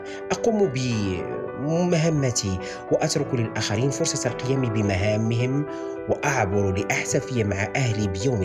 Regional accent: Sefrou, Fès-Meknès, Morocco; بلدتي صفر التي كبرت فيها

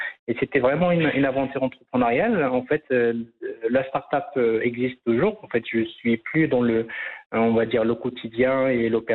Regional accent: Agadir, Souss-Massa, Morocco; on voulait avec ma femme qui est de Fès et moi je suis d'Agadir.

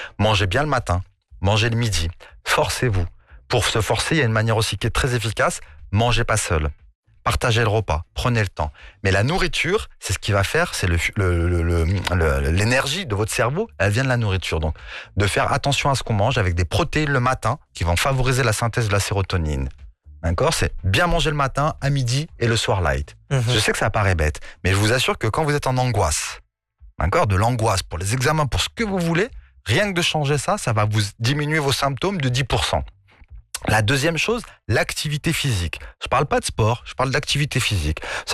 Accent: Morocco; Vous allez vous dire que je suis suisse, mais non, je suis marocain, un maghrébi, mais je vais vous dire et l'un et l'autre.

